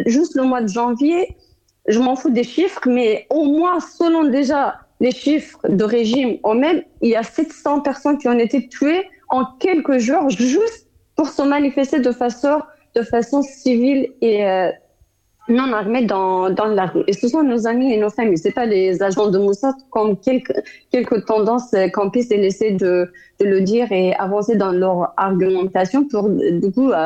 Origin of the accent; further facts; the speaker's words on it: Kurdistan, Iran; now in Paris, France; moi je suis kurde